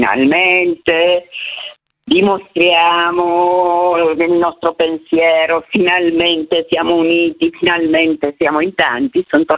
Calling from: Romania; io sono romena

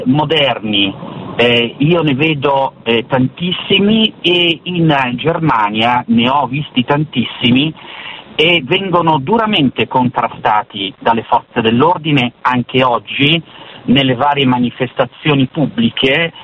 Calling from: Milan, Lombardy, Italy; sono da Milano.

